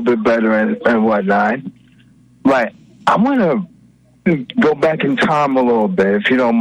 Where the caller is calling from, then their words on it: New York, United States; from New York.